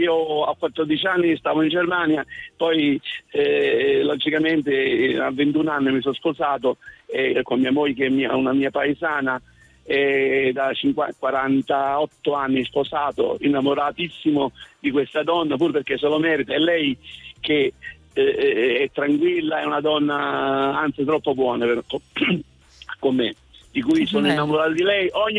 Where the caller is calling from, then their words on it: Florence, Tuscany, Italy; Io da Firenze